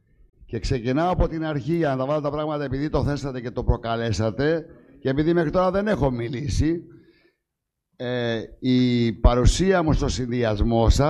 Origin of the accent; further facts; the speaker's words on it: Kymi, Central Greece, Greece; αγάπη μου για τον τόπο μου, για την Κίμη